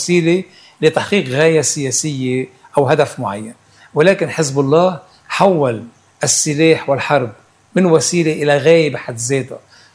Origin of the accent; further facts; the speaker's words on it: Lebanon; عندنا بلبنان